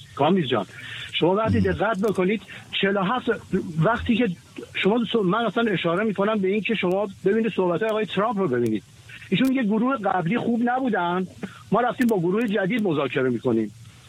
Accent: Iran; امروز ما ناراحت و گرفتار این هستیم که یک کشور خارجی به قسمتی از وطن و بدن ما ح

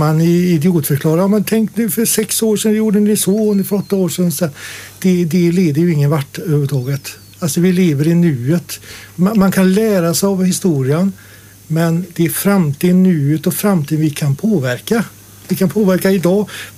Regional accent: Dingle, Västra Götaland County, Sweden; Jag tycker väl som så här att jag är född i Dingle med metropolen. Vi hade väl kanske 900 personer eller 1000 invånare, och jag är uppväxt på en liten skola.

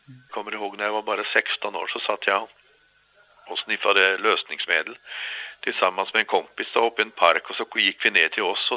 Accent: Oslo, Norway; also born or lived in Tromsø; blev född närheten av Tromsö. Jag flyttade faktiskt ner med familjen när jag var 3 år gammal bara. Mm. Så jag har vuxit upp i Oslo.

